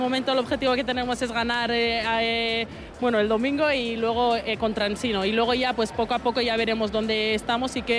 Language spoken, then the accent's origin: Spanish; Basque Country, Spain; Sí, bueno, nosotras somos cuatro vascas